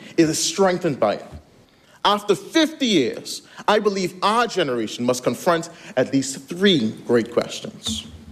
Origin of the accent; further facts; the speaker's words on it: North Caicos, Turks & Caicos Islands; growing up in North Caicos, I was a proud Baptist boy.